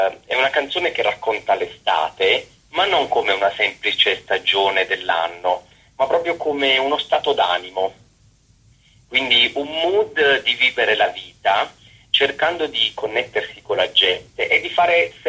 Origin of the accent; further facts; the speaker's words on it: Apulia, Italy; moved away; io che vivo lontano dalla mia terra, purtroppo, quando ritorno d'estate